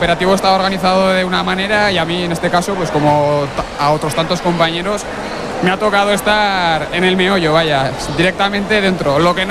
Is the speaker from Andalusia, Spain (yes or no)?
no; Navarre, Spain; Yo como persona navarra me siento muy orgulloso de estas fiestas